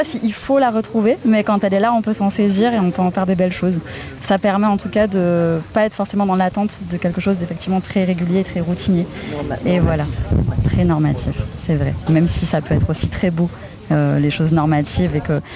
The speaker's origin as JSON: {"language": "French", "town": "Paris", "region": "Île-de-France", "country": "France", "said": "Je suis parisienne. Je serai toujours parisienne."}